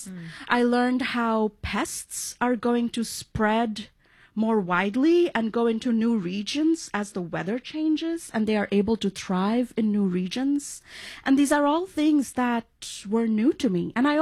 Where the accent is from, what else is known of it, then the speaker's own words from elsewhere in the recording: India; You know, growing up in India, class difference was so apparent to me